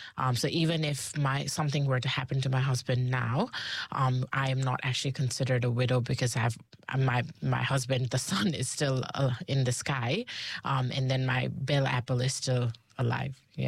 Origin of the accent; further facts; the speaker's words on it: Nepal; now in New Zealand; I am originally from Nepal. I've been living in New Zealand since 2012.